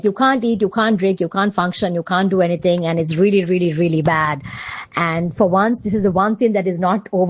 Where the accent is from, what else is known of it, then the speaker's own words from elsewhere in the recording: Sri Lanka; I'm from Sri Lanka. So I'm 40 years old and I first got dengue in 2015.